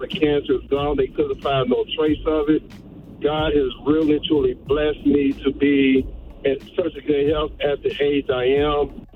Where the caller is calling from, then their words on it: Columbus, Ohio, United States; calling from Columbus, Ohio.